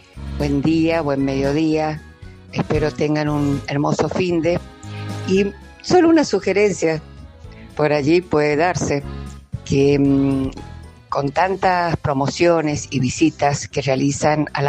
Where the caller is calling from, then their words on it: Bermejo, Mendoza, Argentina; de Bermejo